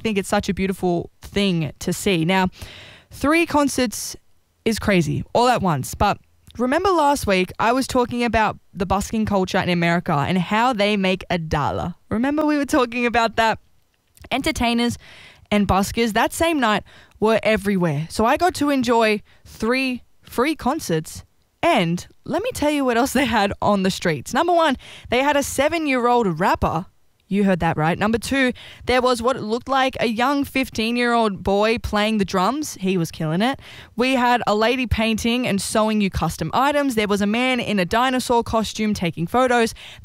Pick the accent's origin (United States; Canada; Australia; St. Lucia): Australia; all these things that we can take as Aussies and make better.